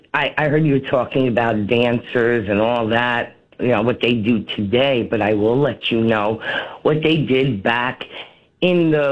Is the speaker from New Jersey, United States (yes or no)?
yes; New Jersey, United States; I'm from New Jersey.